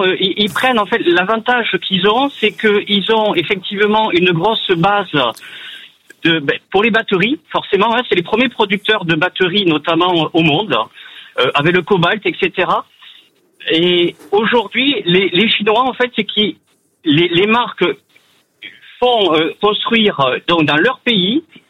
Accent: Cosne-sur-Loire, Bourgogne-Franche-Comté, France; J'ai été à Bourges, parce que nous on est de Cosne-sur-Loire, chez BYD, essayer la Tang, qui est une super voiture.

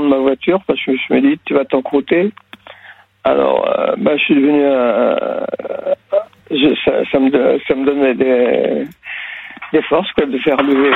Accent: Brittany, France; j'ai fait des ports de Bretagne parce que je suis breton, donc voilà.

